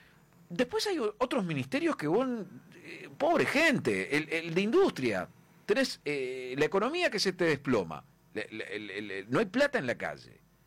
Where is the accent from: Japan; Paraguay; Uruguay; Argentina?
Uruguay